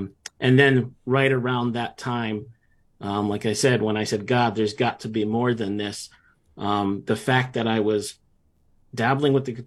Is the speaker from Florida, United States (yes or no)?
no; North Branford, Connecticut, United States; Yeah, I grew up in North Branford, which is in New Haven County on the shoreline in Connecticut. We spent a lot of time in New England.